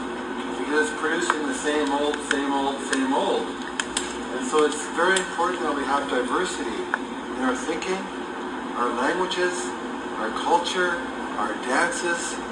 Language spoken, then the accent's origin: English; Slippin River, Ontario, Canada; I come from Slippin River, which is a little community north of Lake Huron. I grew up in the bush mostly and lived a life of hunting and fishing and all that, trapping, making maple syrup.